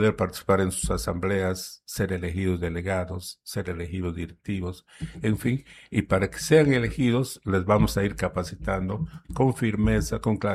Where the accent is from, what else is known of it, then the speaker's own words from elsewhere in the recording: Moyobamba, San Martín, Peru; Yo me acuerdo cuando era chico, Moyobamba, mi tierra, tenía unas construcciones muy bonitas.